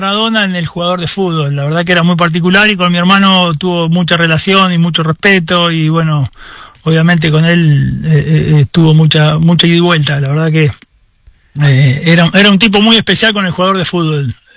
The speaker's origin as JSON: {"language": "Spanish", "town": "General Belgrano", "region": "Buenos Aires Province", "country": "Argentina", "tie": "born or raised there", "said": "Nosotros somos de General Belgrano, acá de un pueblo de provincia de Buenos Aires que está a 120 kilómetros de La Plata."}